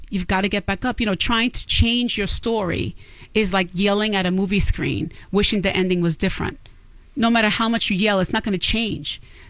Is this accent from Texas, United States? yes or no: no; Bronx, New York, United States; I had so much fun growing up in the Bronx.